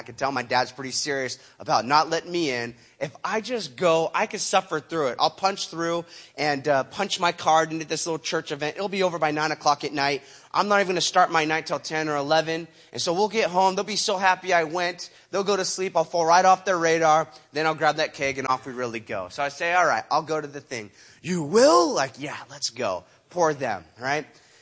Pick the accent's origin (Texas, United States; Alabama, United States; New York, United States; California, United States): California, United States; Huntington Beach; we stashed the other one in my dad's garage in my hometown. So I get stitched up by the dock in Coronado, San Diego. And I go, I'm going to go back and go drink that other keg of beer. So I make my way back to Huntington.